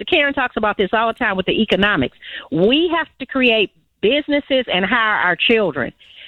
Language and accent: English; Louisiana, United States; now in Chicago, United States; I'm originally from Louisiana.